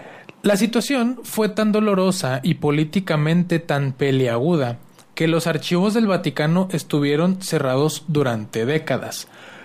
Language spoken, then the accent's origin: Spanish; Mexico; nuestra identidad como mexicanos, como católicos mexicanos